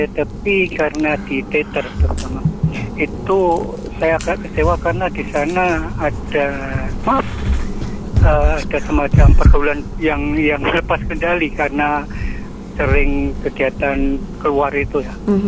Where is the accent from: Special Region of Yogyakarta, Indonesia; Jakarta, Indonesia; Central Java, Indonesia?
Special Region of Yogyakarta, Indonesia; Yogyakarta; moved away; Jadi saya asal dari Jogja dan di sini perantau.